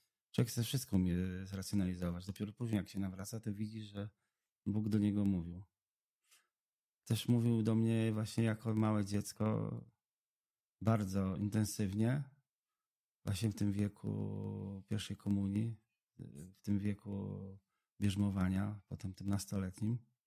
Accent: Lublin, Lublin Voivodeship, Poland; moved away; w Lublinie, tam gdzie ja się wychowałem

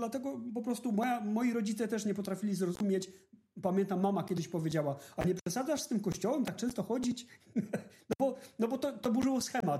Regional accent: Silesian Voivodeship, Poland; now in Norway; ja pochodzę ze Śląska

